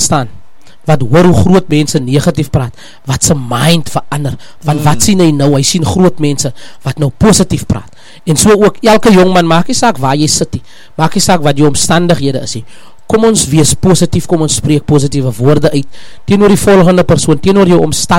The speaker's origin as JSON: {"language": "Afrikaans", "town": "Plettenberg Bay", "region": "Western Cape", "country": "South Africa", "tie": "born or raised there", "said": "ek is maar een gebore sienkie in Plettenberg Bay."}